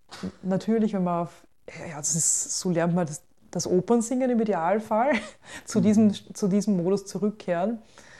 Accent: Lower Austria, Austria; Ich bin auf einem Bauernhof in Niederösterreich

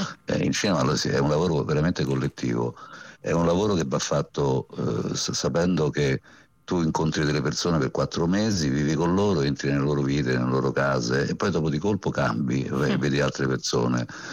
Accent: Rome, Lazio, Italy; Siamo romani

